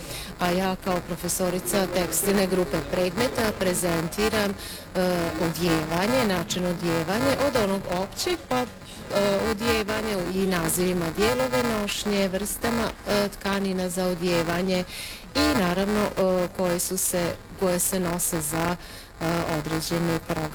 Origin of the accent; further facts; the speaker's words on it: Tavankut, Vojvodina, Serbia; dolazim iz Tavankuta.